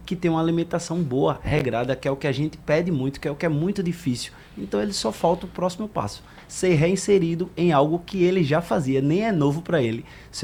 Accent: Olinda, Pernambuco, Brazil; Também sou de Olinda

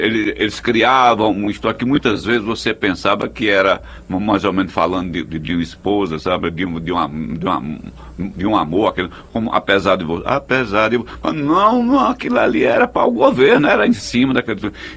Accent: Caruaru, Pernambuco, Brazil; eu sou daqui de Caruaru, eu quero uma oportunidade para cantar para o povo da minha terra

